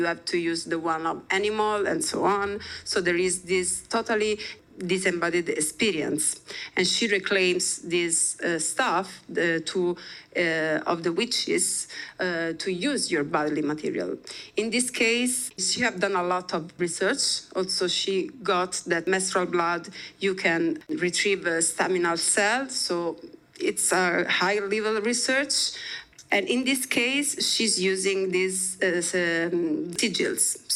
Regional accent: Italy; English is a second language; moved away; I come from Italy.

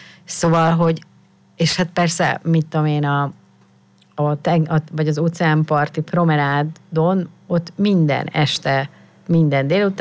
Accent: Miskolc, Borsod-Abaúj-Zemplén, Hungary; Tehát én Miskolcról származom, ugye Észak-Kelet-Magyarország, nagyon pici hely

